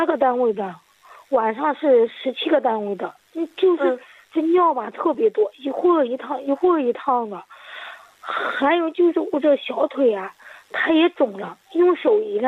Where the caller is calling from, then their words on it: Henan, China; 我是河南的。